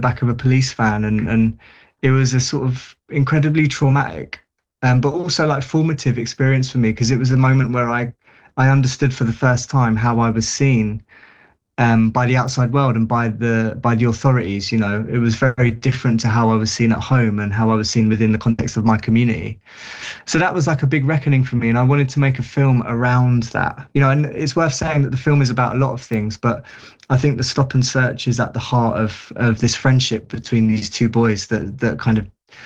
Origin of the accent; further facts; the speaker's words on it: London, United Kingdom; But you know, it was a similar deal in where I grew up in South London.